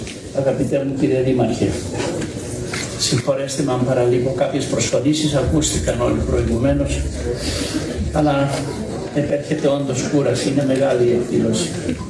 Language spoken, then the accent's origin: Greek; Amorgos, South Aegean, Greece; born there; ο οποίος μου δόθηκε στον τόπο μου, τη γενέθειρά μου, δια του Δήμου Αμοργού.